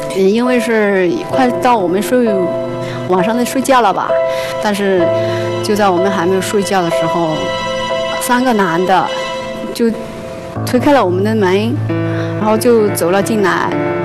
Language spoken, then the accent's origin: Chinese; Zhenxiong, Yunnan, China; 我来自云南镇雄。